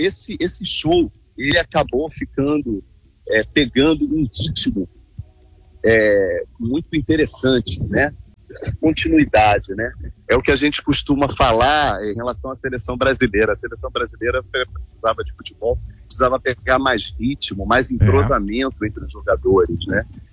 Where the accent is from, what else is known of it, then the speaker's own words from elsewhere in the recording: Rio de Janeiro, Brazil; Por sinal, eu estou aqui com ela em Salvador agora, eu sou do Rio